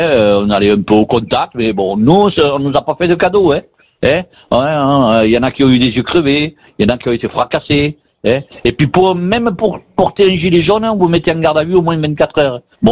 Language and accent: French; Occitanie, France; Alors que chez nous, en Ariège, on a amené des centaines de CRS avec des hélicoptères